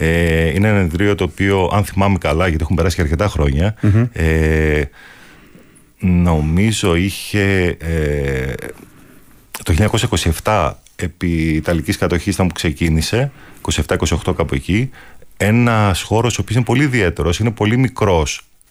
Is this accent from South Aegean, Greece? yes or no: yes; Rhodes, South Aegean, Greece; also born or lived in Thessaloniki; Εκεί γεννήθηκα, εκεί μεγάλωσα, ναι. Η μητέρα μου είναι από τη Ρόδο, ο πατέρας μου είναι από τη Βόρεια Ελλάδα.